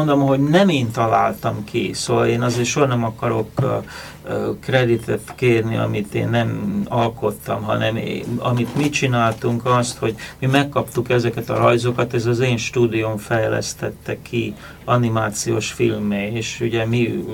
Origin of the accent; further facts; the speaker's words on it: Hungary; now in United States; Tehát a kérdés az volt, hogy én elvágtam-e a gyökereket, és én már csak amerikai vagyok. Hát természetesen nem, már az is mutatja magába, hogy most is itt vagyok, és hazahoztam nagy szeretettel a filmet